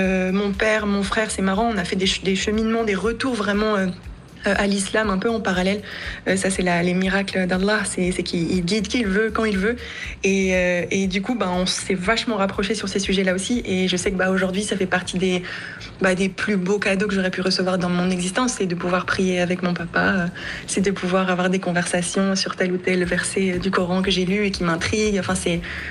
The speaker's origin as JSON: {"language": "French", "country": "Morocco", "said": "bah, je suis marocaine"}